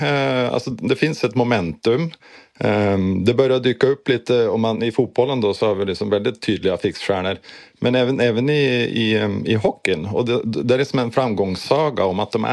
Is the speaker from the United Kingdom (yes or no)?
no; Norway; moved away; jag kommer ihåg från min egen ungdomstid där att spela hockey, det fanns ju inte vissa ställen i bygden där jag växte upp, med höga berg och djupa dalar.